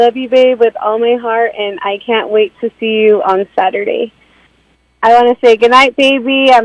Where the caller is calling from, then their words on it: Denver, Colorado, United States; I am calling from Denver, Colorado.